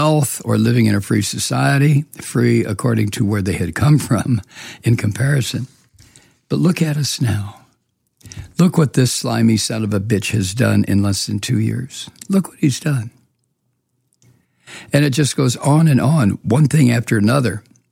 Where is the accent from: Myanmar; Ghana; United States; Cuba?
United States; My country. This is a country in which I grew up